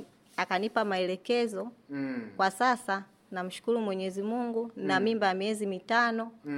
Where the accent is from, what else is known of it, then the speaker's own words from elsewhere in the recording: Tanga Region, Tanzania; Nimetokea mkoa wa Tanga.